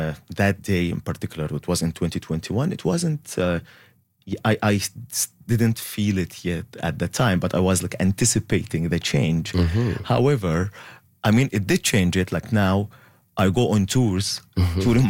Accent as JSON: {"language": "English", "country": "Syria", "moved": "yes", "lives_now": "Toronto, Canada", "said": "I went to bed that night only as Syrian, and I woke up the next day as a Canadian"}